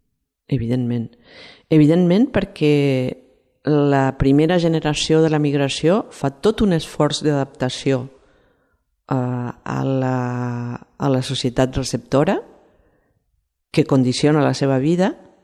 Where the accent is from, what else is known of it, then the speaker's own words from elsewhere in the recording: Catalonia, Spain; also born or lived in Argentina; Però jo sóc catalana, i jo sóc catalana estigui on estigui, tot i que he nascut a l'Argentina